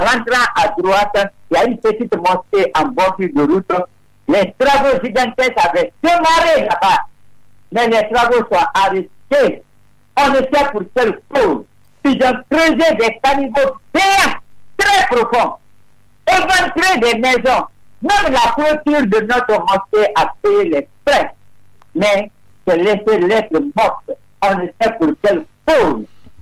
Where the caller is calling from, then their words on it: Conakry, Guinea; chez moi, à Wanigara